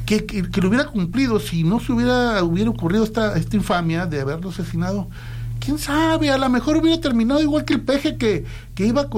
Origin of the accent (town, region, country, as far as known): Sonora, Mexico